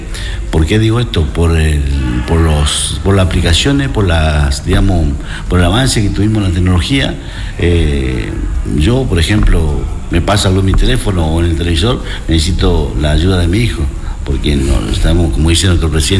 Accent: Santa Silvina, Chaco, Argentina; Yo soy de Santa Silvina y me acuerdo cuando yo era, tenía 13, 14 años

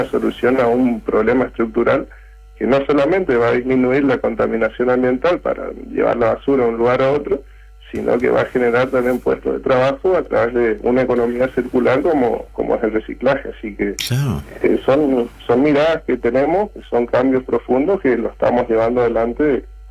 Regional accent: Corrientes, Argentina; somos todos correntinos, somos todos argentinos

